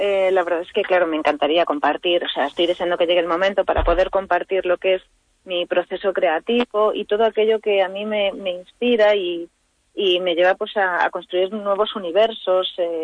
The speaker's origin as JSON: {"language": "Spanish", "region": "Galicia", "country": "Spain", "moved": "yes", "said": "todo lo que me lleve de vuelta a mi tierra"}